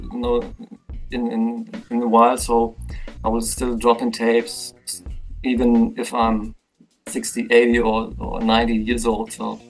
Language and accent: English; Berlin, Germany; English is a second language; I have to mention I'm from Germany, from the old GDR generation. I'm from the east side of Berlin